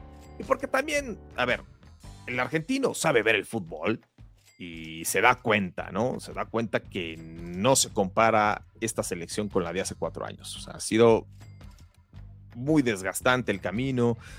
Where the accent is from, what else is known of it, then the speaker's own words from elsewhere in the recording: Spain; Yo soy de España, no creo que España sea favorita